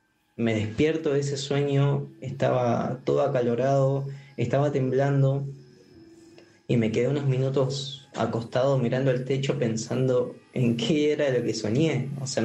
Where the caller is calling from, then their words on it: Viedma, Río Negro, Argentina; Te hablo desde Viedma, el Río Negro.